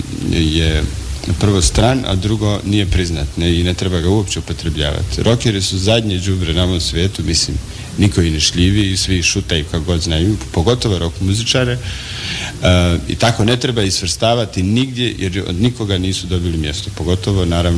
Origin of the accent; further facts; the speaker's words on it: Sanski Most, Federation of Bosnia and Herzegovina, Bosnia & Herzegovina; moved away; Ja sam iz Sanskog mosta, samo moji još uvijek žive u Sanskom mostu, ja sam otišao davno, mislim, i žena i djeca su tamo i tako, pustio sam korijene.